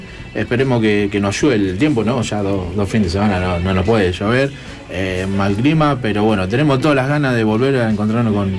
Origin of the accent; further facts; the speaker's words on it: Argentina; somos argentinos y somos luchadores